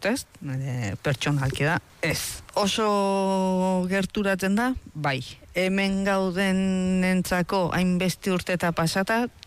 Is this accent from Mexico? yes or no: yes; Mexico; Tani, bueno, ezke mexikarra naiz, dakitzer, eta esaten diat, nola da posible.